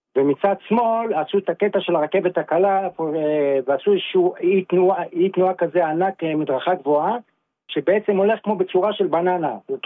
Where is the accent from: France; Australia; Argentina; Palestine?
Palestine; Ariel, West Bank; אני מאריאל, אבל דעתי אתה שפו ואתה ממש מעולה לעיר תל אביב.